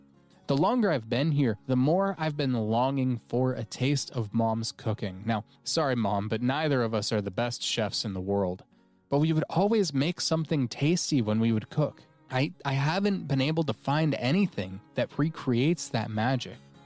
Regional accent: Colorado, United States; one of the owners, Joel Adams, is also from Colorado, about an hour north from my hometown.

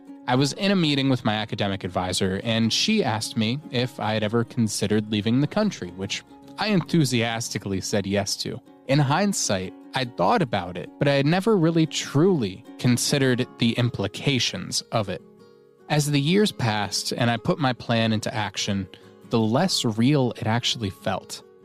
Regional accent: Colorado, United States; one of the owners, Joel Adams, is also from Colorado, about an hour north from my hometown.

